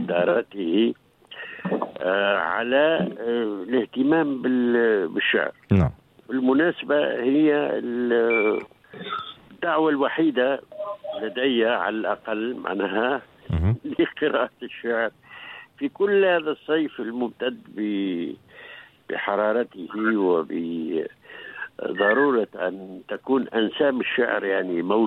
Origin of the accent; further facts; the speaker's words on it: Tunisia; هنا عندنا في تونس